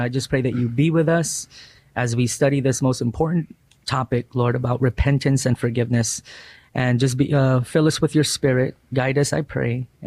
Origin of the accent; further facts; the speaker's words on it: Philippines; as a Filipino, you know, my parents wanted me to be a nurse.